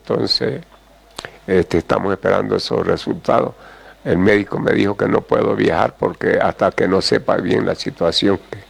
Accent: Santa Cruz de la Sierra, Santa Cruz, Bolivia; Yo le dije que soy de Santa Cruz y que quería viajar, tengo problemas allá.

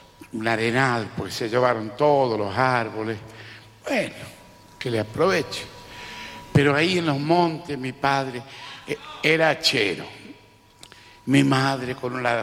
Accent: Santa Fe, Argentina; yo, como les dije, nací en el Chaco, en el monte, Chaco santafesino, la zona de Intillaco, Guasuncho, cerca la zona de donde es Batistuta de Reconquista, para ese lado, pero para el lado de los montes

